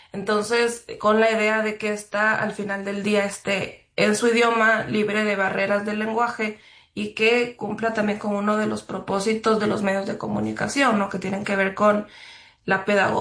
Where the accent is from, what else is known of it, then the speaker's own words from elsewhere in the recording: Ecuador; Recordemos que yo vengo de Ecuador. Ecuador es un lugar en donde mucha de la información, así como sucede en otras zonas de Latinoamérica, está centralizada en las grandes urbes.